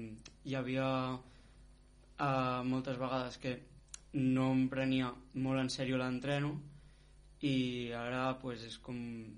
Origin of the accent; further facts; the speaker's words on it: Olèrdola, Catalonia, Spain; al meu poble, a Olèrdola